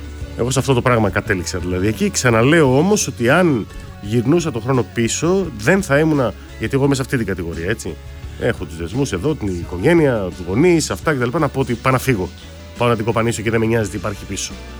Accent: Greece; Εμείς είμαστε μεγαλωμένοι σαν Έλληνες λίγο διαφορετικά σε σχέση με αυτό που είναι ξένοι.

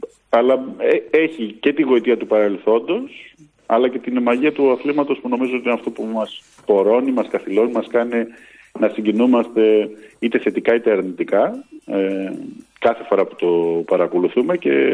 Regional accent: Kavala, Eastern Macedonia and Thrace, Greece; η φράση που μου έχει μείνει στο παιχνίδι Καβάλα Δεσαϊκός, γιατί είμαι από την Καβάλα, θυμάμαι το σκορ

